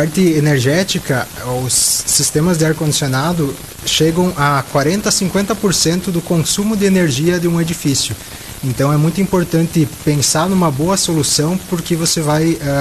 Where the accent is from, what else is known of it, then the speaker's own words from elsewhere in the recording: Chapecó, Santa Catarina, Brazil; Eu sou aqui de Chapecó